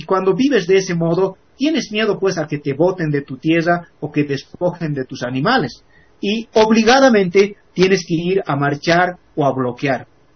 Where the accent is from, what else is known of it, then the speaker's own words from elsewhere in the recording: Pacajes Province, La Paz, Bolivia; moved away as an adult; also born or lived in Cochabamba; now in El Alto, Bolivia; Yo vengo de una provincia, que precisamente mi provincia es Pacajes. Yo me crié allá, salí bachiller en mi pueblo y prácticamente conozco toda la situación de lo que es las provincias. Y luego pues me fui a Cochabamba a estudiar y finalmente estoy en el Alto